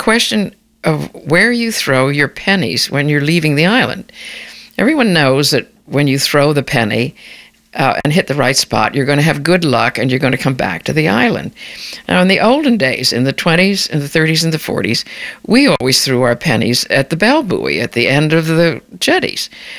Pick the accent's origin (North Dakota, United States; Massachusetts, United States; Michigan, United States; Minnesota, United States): Massachusetts, United States; Nantucket; from Nantucket.